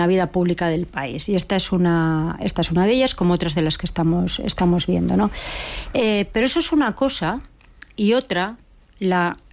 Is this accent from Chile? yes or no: no; Basque Country, Spain; Esa acusación ha sido reiterada en mi tierra de la izquierda abertzale con los procedimientos abiertos por la vinculación por el terrorismo con ETA.